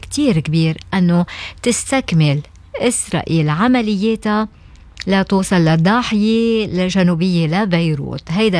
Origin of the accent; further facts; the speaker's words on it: Lebanon; now in Australia; لبنان مثل ما شايفين وضعنا